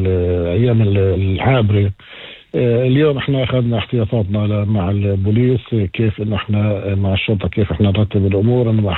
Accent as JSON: {"language": "Arabic", "town": "Ein Mahil", "region": "Northern District", "country": "Israel", "said": "احنا عندنا مدخل من الجهة الغربية للبلد اللي هو مربوط بنوفا قليل"}